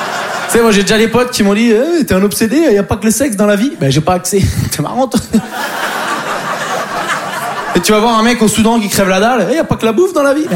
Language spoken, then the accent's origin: French; Poitiers, Nouvelle-Aquitaine, France; Mais moi, en plus, je viens de Poitiers, donc faut s'occuper.